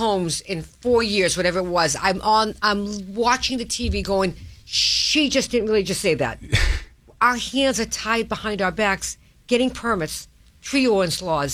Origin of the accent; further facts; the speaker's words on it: Massachusetts, United States; moved away; Because I grew up on the North Shore of Boston. We don't pronounce our R's.